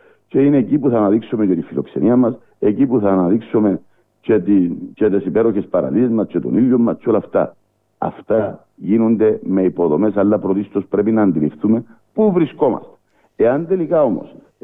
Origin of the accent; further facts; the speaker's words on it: Paphos, Paphos District, Cyprus; έχω ιδιαίτερη ευαισθησία για την πόλη μου σε κοινωνικά αλλά και σε ευρύτερα θέματα τα οποία ταλανίζουν τον τόπο μας, την Πάφο μας και την κοινωνία μας.